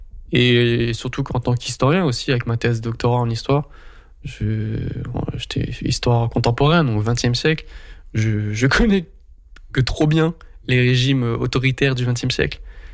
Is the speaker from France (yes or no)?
yes; Mulhouse, Grand Est, France; chez moi à Mulhouse